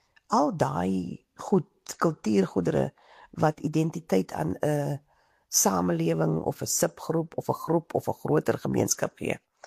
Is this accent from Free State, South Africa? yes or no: no; Bonnievale, Western Cape, South Africa; born there; moved away as an adult; Ek het nie net na my klein gemeenskap van Bonnieville gekyk en wat ons daar gedoen het nie. Ek het ook gekyk na die nuwe omgewing waar ek beginne bly het.